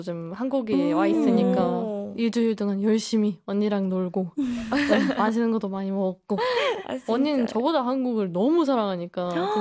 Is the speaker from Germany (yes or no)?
yes; Germany; Korean is a second language; moved away as an adult; now in South Korea; 독일에서 온 한국 산지 4년 된